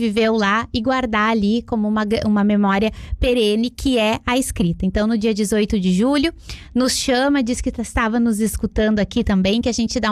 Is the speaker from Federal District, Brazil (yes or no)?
no; Restinga Seca, Rio Grande do Sul, Brazil; born there; eu não sou natural de Restinga Seca, mas eu tenho uma relação muito grande com Restinga Seca, né? Porque eu vim morar aqui ainda criança, e quando eu não morava aqui, todas as minhas férias eram na casa da minha avó